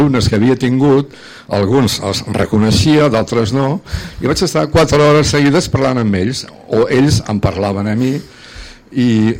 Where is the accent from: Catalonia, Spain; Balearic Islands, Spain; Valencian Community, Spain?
Balearic Islands, Spain; Menorca; moved away as an adult; I vaig venir a Catalunya, perquè jo soc de Menorca